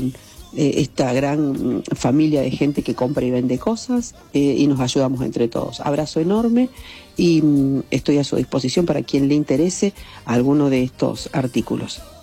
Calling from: Viedma, Río Negro, Argentina; soy de Viedma.

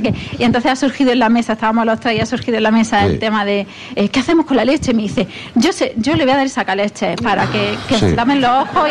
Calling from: Granada, Andalusia, Spain; De Granada.

